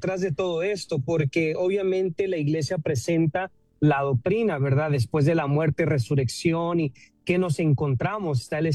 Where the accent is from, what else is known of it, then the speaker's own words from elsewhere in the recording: Mexico; now in California, United States; yo, mi familia somos de México, ¿verdad? Yo radico aquí en el estado de California, pero en México, específicamente Michoacán